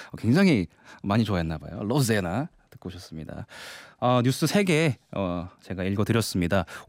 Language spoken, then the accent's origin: Korean; Jeonju, North Jeolla, South Korea; 아, 제 고향이 전주인데 여기도 이렇게 덥네요.